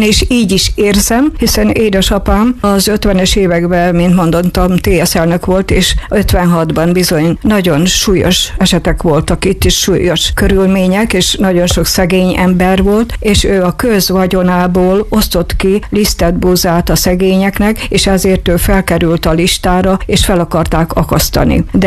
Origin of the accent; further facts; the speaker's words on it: Fülpösdaróc, Szabolcs-Szatmár-Bereg, Hungary; born there; moved away; Itt születtem, drága kis szülőfalunkban, Fülpösdarócon